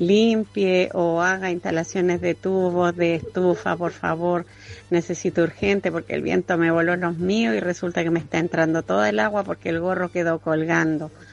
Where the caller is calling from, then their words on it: Chile; Soy de acá de la Santiago Buera, de acá de calle Lago Todos los Santos.